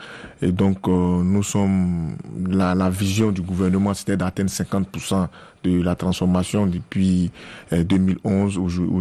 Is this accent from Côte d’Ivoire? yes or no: yes; Côte d’Ivoire; Bon, peut-être que vous allez dire parce que je suis ivoirien.